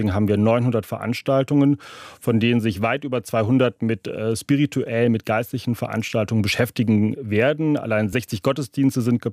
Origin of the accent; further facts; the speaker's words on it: Rhineland, Germany; Ich bin selber Jahrgang 81 und gehöre vielleicht noch zu der letzten Generation. Ich komme aus dem Rheinland, wo man in eine Volkskirche hineingeboren wurde.